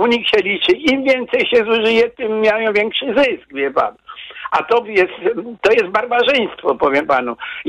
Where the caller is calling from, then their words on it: Kraków, Lesser Poland, Poland; ja już mieszkam w Krakowie już ponad 70 lat